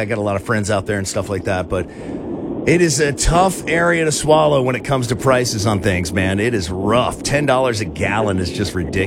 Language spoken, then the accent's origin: English; Florida, United States; now in Tennessee, United States; I'm from South Florida, where it's hard to drink black coffee ever year-round.